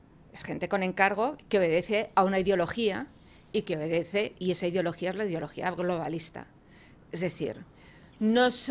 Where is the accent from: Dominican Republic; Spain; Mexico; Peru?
Spain; O sea, es que aunque yo no contribuya, es que si yo he decidido, si, ¿por qué? O sea, es que yo soy española